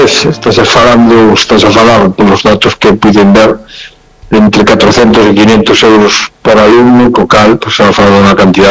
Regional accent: Lugo, Galicia, Spain; como no caso meu, que son de Lugo, aquí temos o San Froilán

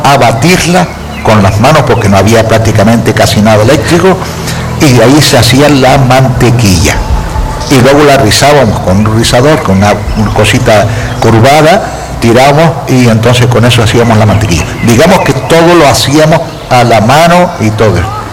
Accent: Canary Islands, Spain; born there; Hombre, yo soy nacido en Gran Canaria, ¿no? Pero cuando he venido aquí al sur hace 45 años, ya mi mujer me dijo, dice, de aquí yo no me muevo.

